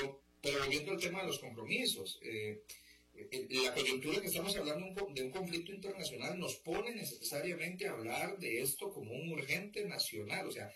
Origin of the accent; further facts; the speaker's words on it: Tres Ríos, Cartago, Costa Rica; yo crecí allá en San Diego de Tres Ríos